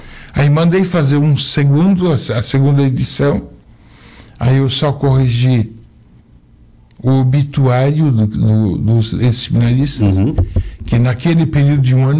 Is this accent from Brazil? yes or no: yes; Taió, Santa Catarina, Brazil; born there; moved away